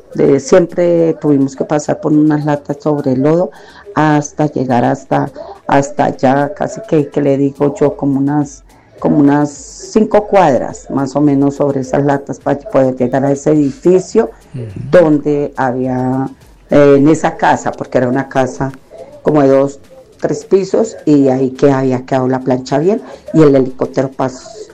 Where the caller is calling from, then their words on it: Bogotá, Colombia; yo vivo en Casablanca, en Kennedy, en Casablanca 33 vivo yo, y yo vivo en quinto piso